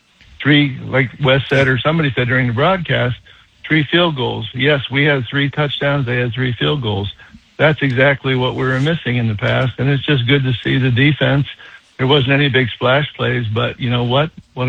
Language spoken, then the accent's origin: English; Conneaut Lake, Pennsylvania, United States; now in Charlotte, United States; Here in Charlotte, you welcome us every, you know, we get to hear you every day, but I'm originally from Conneaut Lake